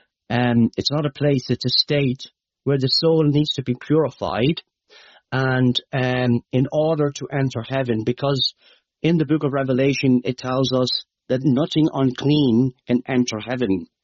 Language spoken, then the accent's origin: English; Leinster, Ireland; Some of your Irish might know, my accent might be hard to understand, but for the American Americans might be able to understand me, you know. It's in the Midlands of Ireland, the Midlands in Ireland.